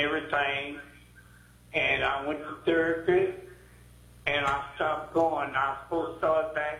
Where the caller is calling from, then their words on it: Pineville, Louisiana, United States; I'm calling from Pineville, which is Ruby, Louisiana.